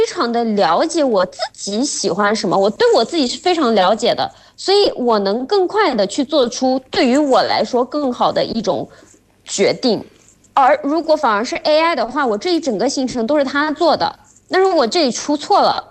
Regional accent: Mexico; Chinese is a second language

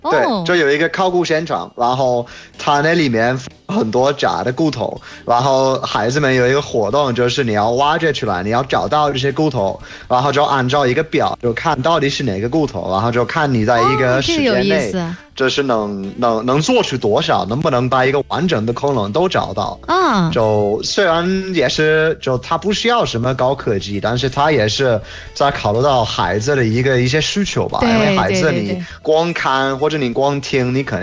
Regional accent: United Kingdom; Chinese is a second language; moved away; 小的时候在英国

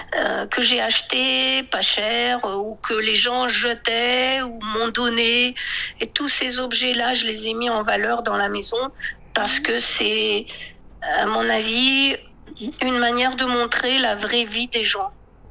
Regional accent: France; Donc, moi, ce que je suis, c'est j'ai beaucoup voyagé au Yunnan, mais je suis française.

